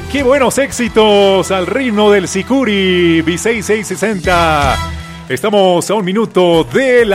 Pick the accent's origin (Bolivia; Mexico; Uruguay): Bolivia; Somos bolivianos, orgullosamente bolivianos.